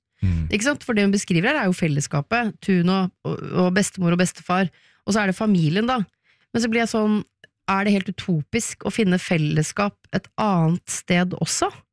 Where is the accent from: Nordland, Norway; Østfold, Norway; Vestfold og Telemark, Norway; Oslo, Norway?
Oslo, Norway; jeg er jo født og oppvokst I Oslo, gjorde det enkelt, fant meg fyr fra Oslo